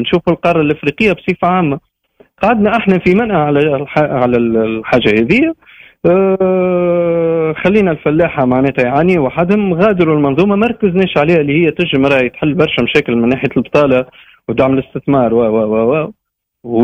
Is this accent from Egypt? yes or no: no; Tunisia; عندنا في تونس